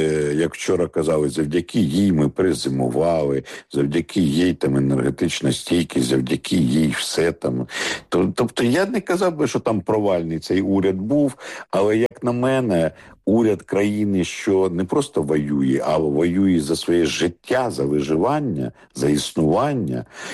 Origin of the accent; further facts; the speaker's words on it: Vinnytsia, Vinnytsia Oblast, Ukraine; 200 кілометрів відійти від Києва в Вінниці, мирне місто, це моє рідне місто, я не хочу образити вінничан